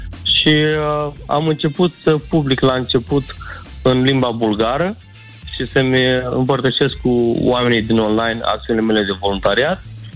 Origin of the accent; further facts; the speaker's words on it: Bârlad, Vaslui County, Romania; moved away as an adult; now in London, United Kingdom; sunt deloc din Bârlad și de mulți ani trăiesc în Londra, în Marea Britanie.